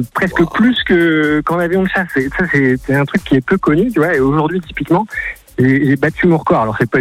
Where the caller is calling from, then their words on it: Tours, Centre-Val de Loire, France; moi j'habite à Tours